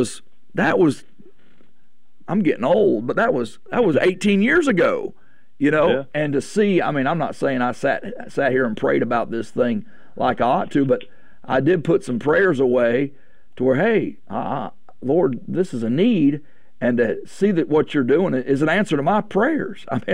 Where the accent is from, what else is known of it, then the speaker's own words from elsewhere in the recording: Branson, Missouri, United States; moved away; I grew up right in the Ozarks. There, grew up right on the border. Branson, Missouri, was really our town, right in between Branson and Harrison.